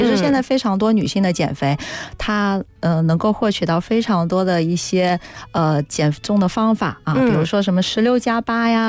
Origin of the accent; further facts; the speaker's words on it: southern China, China; 我是南方人